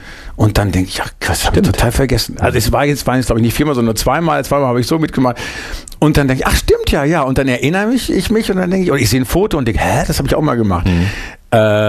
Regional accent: Bielefeld, North Rhine-Westphalia, Germany; aber erst auf die Bühne und dann haben wir eine freie Gruppe gegründet in Bielefeld damals noch, meine Heimatstadt, Ende der 70er.

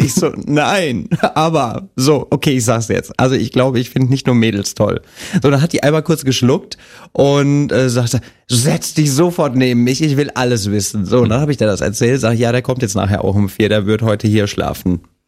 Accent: Bavaria, Germany; born there; also born or lived in Miltenberg, Bavaria; Also wir sind dann irgendwann, als ich in die vierte Klasse kam, glaube ich, Richtung Aschaffenburg gezogen. Mhm. Und auch da haben wir im kleinen Dorf gewohnt. Also das waren nie mehr als 500 Menschen, mit denen ich irgendwie in einem Dorf gewohnt habe. Also alles sehr, sehr dörflich und klein.

